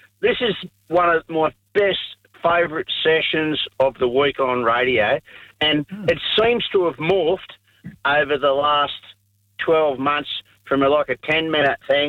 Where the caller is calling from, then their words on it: Picton, New South Wales, Australia; Yeah, well, I'm from New South Wales. I'm from Picton.